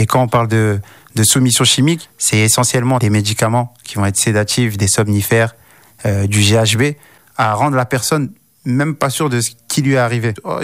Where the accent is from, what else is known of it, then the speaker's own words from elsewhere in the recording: Compiègne, Hauts-de-France, France; moved away as an adult; also born or lived in Paris / Grenoble; Je suis originaire de Compiègne. … c'est un jeune qui a grandi au Clos des Roses jusqu'à ses 18 ans. Donc j'ai fait toutes mes classes à Compiègne, en passant par Filias Le Bègue, le collège André Malraux, le lycée Mireille Grenet. Et ensuite, après ça, je suis parti à Paris, puis à Grenoble